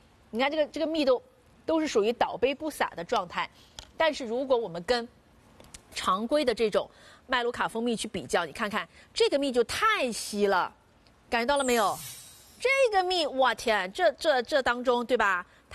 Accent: China; 我们中国人

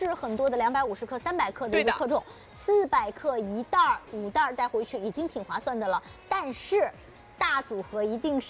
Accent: Qingdao, Shandong, China; 但你像我青岛人嘛，我们青岛这个带鱼啊，这个白色这一层是一定要保留的。

